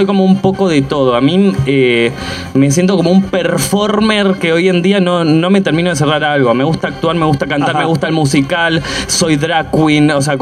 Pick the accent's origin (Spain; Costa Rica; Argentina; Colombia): Argentina; Bellavista, Buenos Aires Province; O sea, yo quería, pero viste, como en donde soy de Bellavista, mi viejo medio que no estaba metido en el mundo